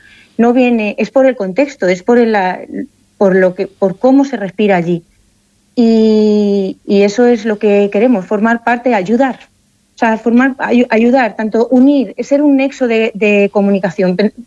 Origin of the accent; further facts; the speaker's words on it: Castile and León, Spain; yo soy de Castilla y León y tú eres de Castilla-La Mancha.